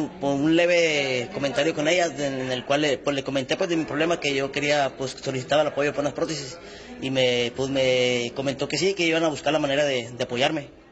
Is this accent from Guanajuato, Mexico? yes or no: no; San Felipe, Baja California, Mexico; Yo vengo del puerto de San Felipe.